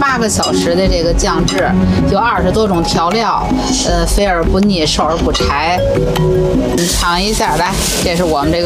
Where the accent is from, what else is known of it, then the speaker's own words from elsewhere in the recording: Beijing, China; 因为我们也是从小就在长城脚下长大